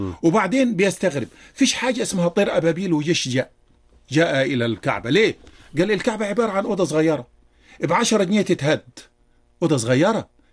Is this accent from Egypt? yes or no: yes; Egypt; بلدنا مصر